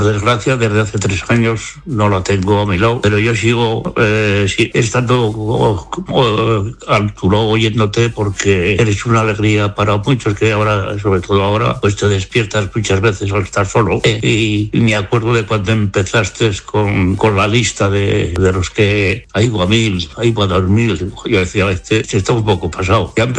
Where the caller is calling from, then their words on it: Logroño, La Rioja, Spain; Yo soy de Logroño